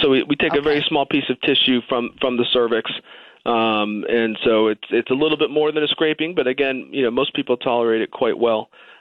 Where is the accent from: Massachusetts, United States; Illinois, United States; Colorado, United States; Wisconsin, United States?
Massachusetts, United States; Boston; But otherwise, I grew up in the Northeast. I'm from the Boston area, so not too far away.